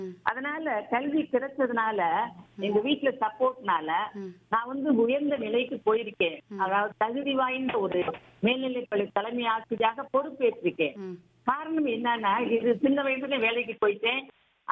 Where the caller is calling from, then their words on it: Theni district, Tamil Nadu, India; இனிய காலை வணக்கம் கூறுவது தேனி மாவட்டம்